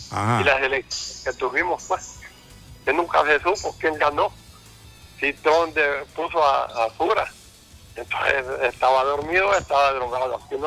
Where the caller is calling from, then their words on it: Danlí, El Paraíso, Honduras; Vivo aquí en el Pataste, norte de Danlí.